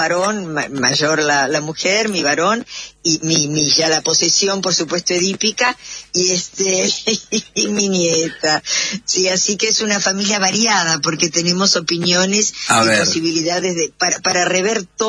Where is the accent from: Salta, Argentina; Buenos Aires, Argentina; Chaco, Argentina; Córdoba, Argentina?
Buenos Aires, Argentina; Yo nací en Cava, nací en la ciudad de Buenos Aires, y los primeros años, hasta los 9 años, vivíamos con mi mami y con mi papá en la casa con mis abuelos, porque venimos de familia humilde